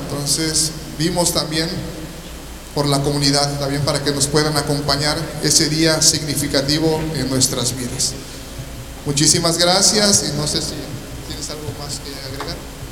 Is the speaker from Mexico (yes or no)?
yes; Cancún, Quintana Roo, Mexico; Yo soy de Cancún